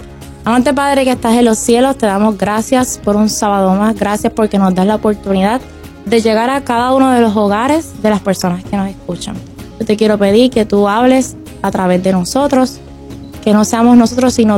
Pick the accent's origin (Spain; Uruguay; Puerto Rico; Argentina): Puerto Rico; del área donde yo soy, del este de Puerto Rico.